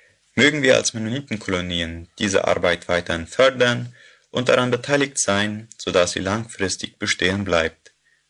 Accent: Neuland, Boquerón, Paraguay; ich komme aus der Kolonie Neuland

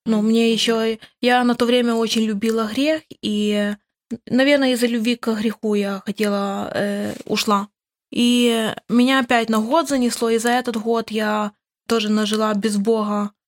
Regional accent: Khmelnytskyi Oblast, Ukraine; Я тоже с Украины, с Хмельницкой области.

